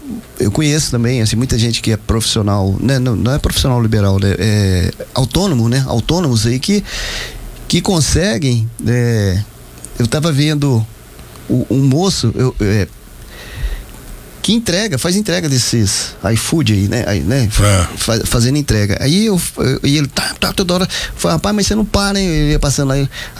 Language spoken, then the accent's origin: Portuguese; Britânia, Goiás, Brazil; Eu morava em Britânia, que eu mudei de Britânia com 10 anos, ou seja, eu devia ter 7, 8 anos.